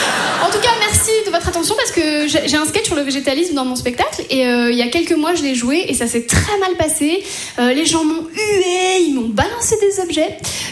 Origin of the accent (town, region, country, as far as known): Brittany, France; moved away